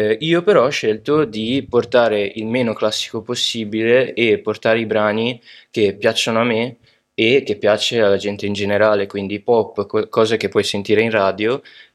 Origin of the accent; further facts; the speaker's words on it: Brazil; moved away; io sono del Brasile